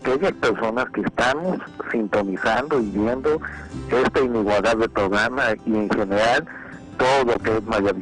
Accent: Veracruz, Mexico; ciudades de nuestro estado pues están pasando, saliendo adelante de las inundaciones, pero ahí vamos como buenos veracruzanos.

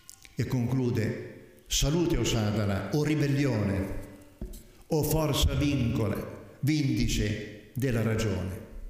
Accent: Tuscany, Italy; essendo io toscano

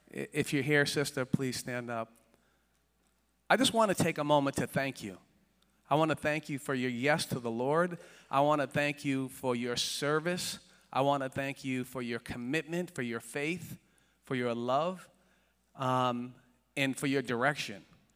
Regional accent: Boston, Massachusetts, United States; I'm one of nine children. I'm the middle of nine children. I'm sure that means something. And we're from Boston, Massachusetts.

